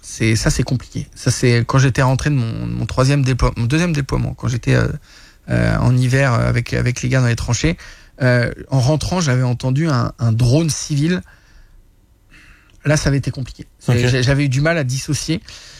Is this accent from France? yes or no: yes; France; now in Canada; je suis français